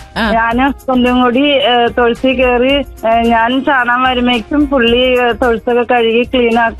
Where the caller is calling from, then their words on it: Aluva, Kerala, India; വീട് കുട്ടമശ്ശേരി ആലുവ